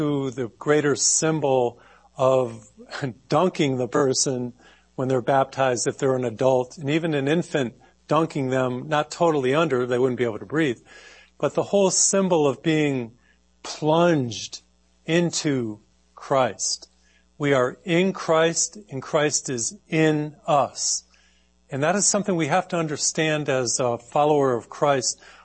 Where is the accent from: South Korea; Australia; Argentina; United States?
United States; Massachusetts; I grew up in Massachusetts and we would have some of the coldest winters.